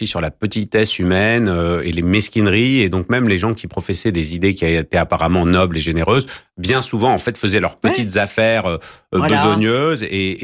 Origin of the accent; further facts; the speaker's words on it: France; nous, ça nous paraît dingue parce qu'on est français.